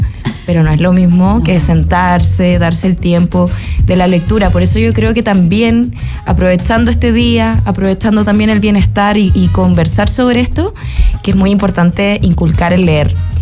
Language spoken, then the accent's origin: Spanish; Chile